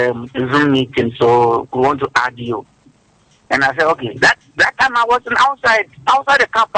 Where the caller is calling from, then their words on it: Mexico; I'm calling from Mexico.